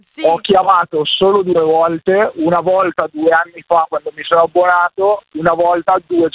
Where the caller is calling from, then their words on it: Codogno, Lombardy, Italy; Sono di Codogno.